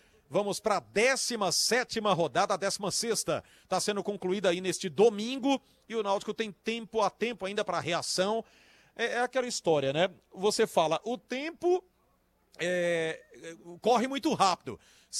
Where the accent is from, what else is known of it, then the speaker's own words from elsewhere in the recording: Brazil; Também sou brasileiro